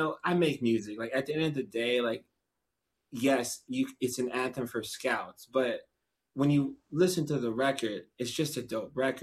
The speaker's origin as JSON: {"language": "English", "town": "Kansas City", "region": "Missouri", "country": "United States", "tie": "born or raised there", "said": "I grew up in Kansas City."}